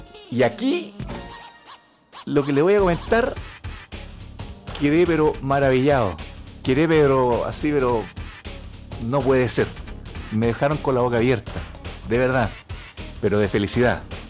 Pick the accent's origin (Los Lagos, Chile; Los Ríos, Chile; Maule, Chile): Los Ríos, Chile; moved away; me recuerda a mi tierra, la región de los ríos, que está lleno de cisnes de cuello negro.